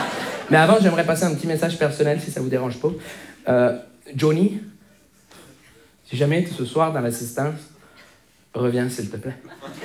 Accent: Montreal, Quebec, Canada; je viens de Montréal.

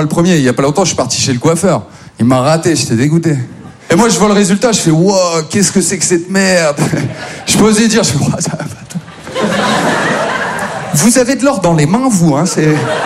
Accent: Maubeuge, Hauts-de-France, France; now in Paris, France; Moi, je viens de Maubeuge. Ouais, ça met jamais une bête d'ambiance, t'as vu, jamais les gens sont contents, quoi. Non, Maubeuge, c'est une petite ville dans leur Pas-de-Calais, maintenant tout va bien, j'habite à Paris.

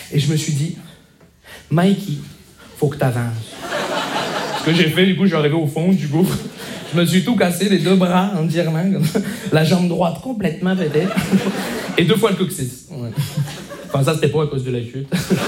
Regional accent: Montreal, Quebec, Canada; Bonjour, je me présente … je viens de Montréal.

